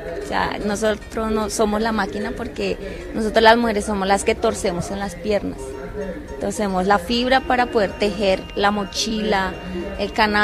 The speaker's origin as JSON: {"language": "Spanish", "region": "Amazonas", "country": "Colombia", "said": "vengo del Amazonas, específicamente del resguardo indígena en Nazaret."}